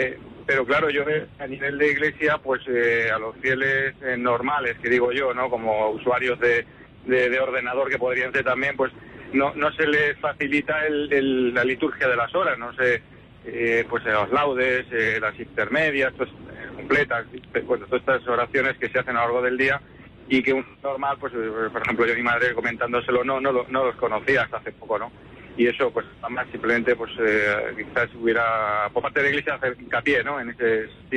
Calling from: Zaragoza, Aragon, Spain; De Zaragoza

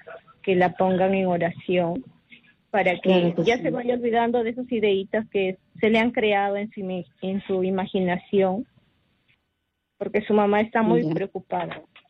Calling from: Sullana, Piura, Peru; estoy llamando desde Sullana

